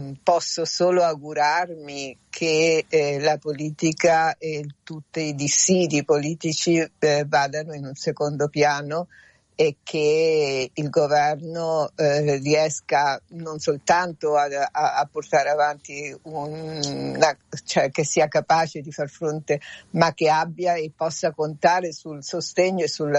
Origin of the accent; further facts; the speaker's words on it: Venezuela; Come venezuelana posso dire che spero che questi aiuti arrivino e poi si vedrà il resto.